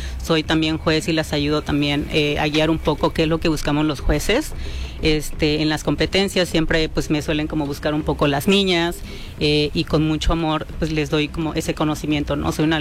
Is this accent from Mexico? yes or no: yes; Puerto Escondido, Oaxaca, Mexico; Yo soy de Puerto Escondido, Oaxaca, y ahí el localismo se vive y el machismo muy, muy fuerte.